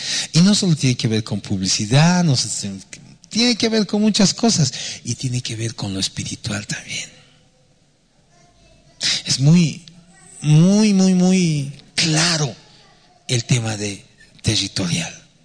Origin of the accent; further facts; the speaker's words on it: Buenos Aires, Argentina; Para empezar, yo también vengo de la Buenos Aires, ¿no? Tampoco vengo del planeta de las estrellas.